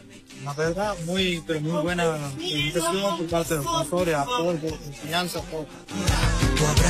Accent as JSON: {"language": "Spanish", "region": "Santiago del Estero", "country": "Argentina", "lives_now": "El Quebrachal, Argentina", "said": "Soy de Santiago del Estero"}